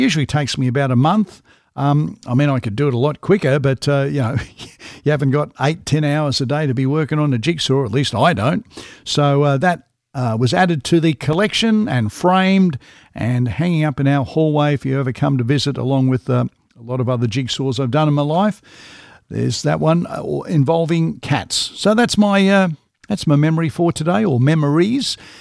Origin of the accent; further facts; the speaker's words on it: Melbourne, Victoria, Australia; when I was growing up in Melbourne